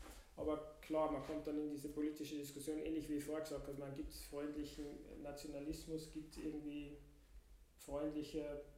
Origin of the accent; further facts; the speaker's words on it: Austria; wenn man für das deutsche Team ist, sage ich jetzt als Österreicher.